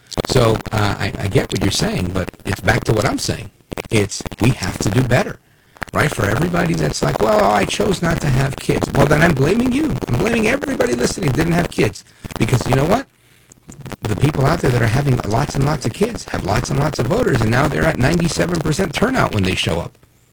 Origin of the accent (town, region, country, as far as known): Brooklyn, New York, United States; born or raised there